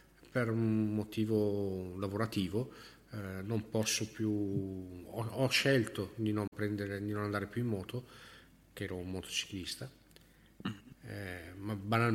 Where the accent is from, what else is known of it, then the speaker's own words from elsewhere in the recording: Bergamo, Lombardy, Italy; io sono di Bergamo